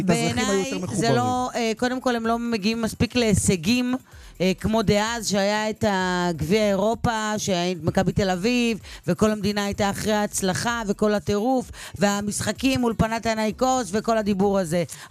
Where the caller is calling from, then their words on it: Kiryat Gat, Southern District, Israel; אני כבר 4 שנים גרה בקריית גת.